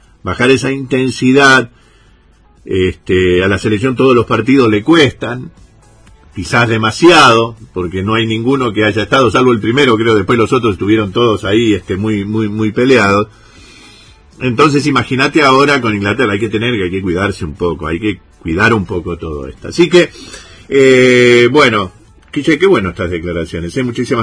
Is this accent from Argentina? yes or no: yes; Argentina; esa enfervorizada pasión, entre comillas, que tenemos los argentinos